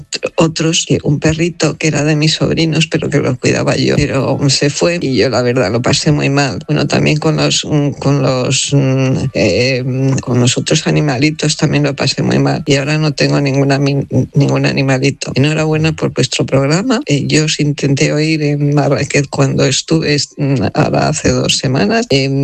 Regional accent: San Roque, Andalusia, Spain; born there; now in Madrid, Spain; vivía en San Roque, en Cádiz

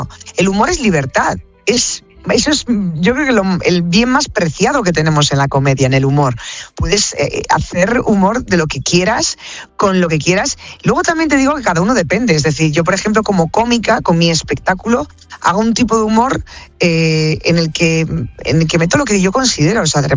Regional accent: Basque Country, Spain; lo que ahora veis que somos los vascos

